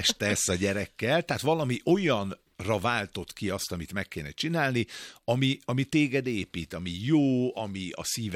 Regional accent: Hungary; Na, mert azért csak magyarok vagyunk, gyerekek.

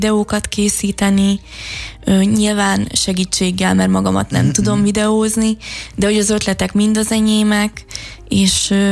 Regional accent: Budapest, Hungary; Én budapesti vagyok

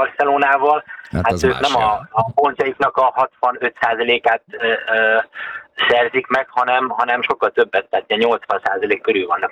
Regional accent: Zalaegerszeg, Zala, Hungary; moved away as an adult; Ugye ez a Zalaegerszegen születtem.

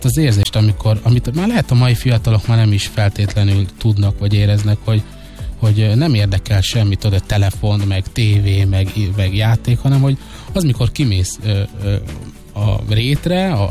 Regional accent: Békés, Hungary; Ugye én egy békési gyerek vagyok, és az ottani cigány telep mellett nőttünk fel

